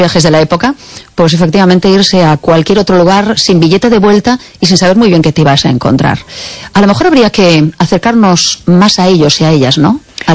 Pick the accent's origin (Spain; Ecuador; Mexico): Spain; A Coruña, Galicia; now in Rías Baixas, Spain; Yo soy coruñesa, estoy afincada ahora en las Rías Baixas, te vas moviendo de un sitio a otro